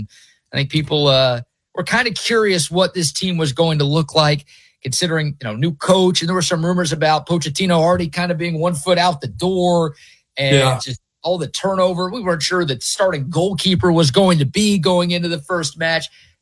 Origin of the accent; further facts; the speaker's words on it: United States; Like, I'm an American.